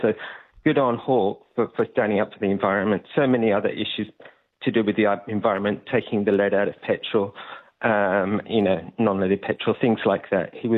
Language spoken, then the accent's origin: English; Perth, Western Australia, Australia; from Perth.